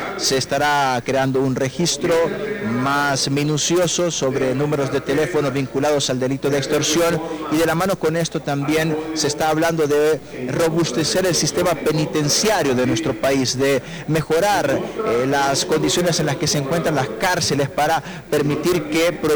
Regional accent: Honduras

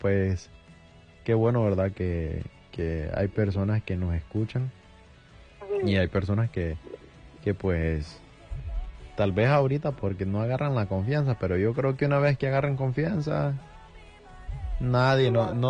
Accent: San Marcos de Colón, Choluteca, Honduras; yo soy del lado del sur, pero no de Choluteca. Soy del lado de San Marcos de Colón.

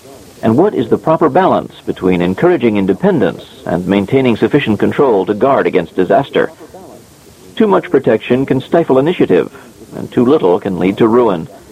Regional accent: Iowa, United States; In 1960, Dr. Kenneth Jernigan established a library for the blind in Iowa, my home state.

